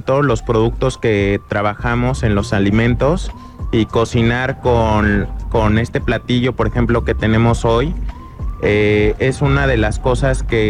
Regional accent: Querétaro, Mexico; Y aquí vivió, somos queretanos, de los pocos queretanos que quedamos.

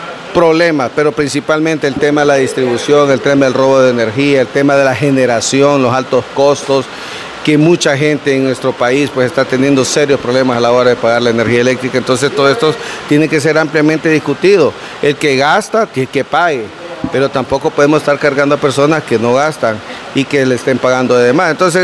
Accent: Honduras; al final todos somos hondureños

